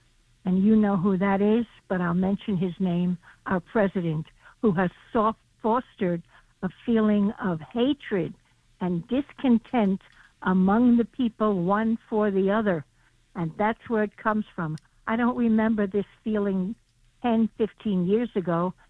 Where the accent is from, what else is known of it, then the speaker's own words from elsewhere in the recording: New York, United States; I'm an expat from New York, and I do follow what goes on there very closely.